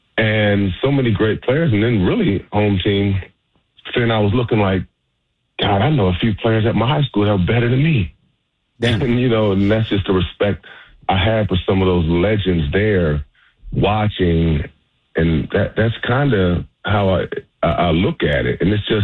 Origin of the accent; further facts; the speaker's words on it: Athens, Georgia, United States; I'm from Athens.